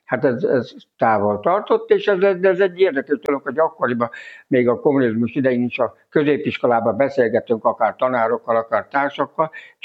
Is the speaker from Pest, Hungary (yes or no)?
yes; Törtel, Pest, Hungary; moved away; also born or lived in Marcali; Cegléd mellett 10 kilométerre lévő kis faluban Törtelen születtem, ott is még Tanyán, bábasszonynál, és 9-en voltunk testvérek. Petróleum lámpánál nőttem fel